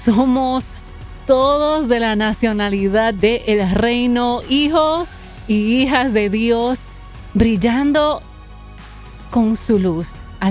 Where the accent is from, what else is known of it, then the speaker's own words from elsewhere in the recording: Puerto Rico; now in United States; Yo personalmente soy de Puerto Rico y amo a mi isla, aunque pues llevo muchos años acá en los Estados Unidos.